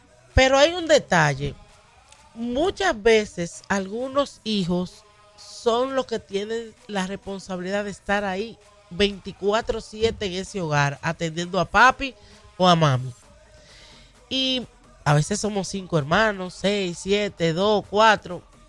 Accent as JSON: {"language": "Spanish", "country": "Dominican Republic", "moved": "yes"}